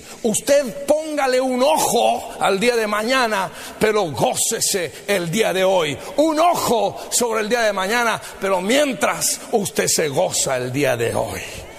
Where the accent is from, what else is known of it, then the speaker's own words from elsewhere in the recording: Mexico; Mi esposa y yo tenemos 4 hijos como buenos mexicanos.